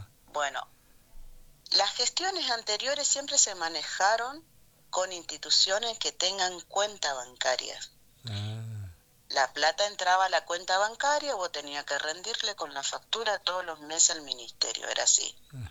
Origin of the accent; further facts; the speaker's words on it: Santa Fe, Argentina; somos santafesinos.